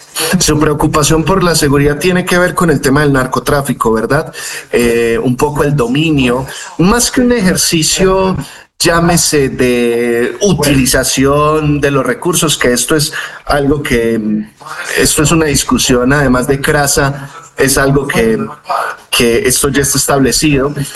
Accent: Colombia

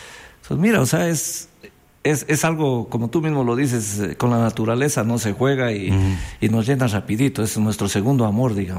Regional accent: Loja, Ecuador; Yo soy lojano de Loja.

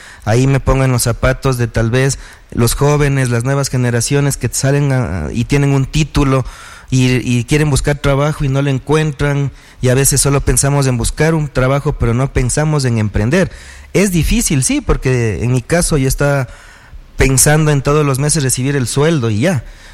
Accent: Latacunga, Cotopaxi, Ecuador

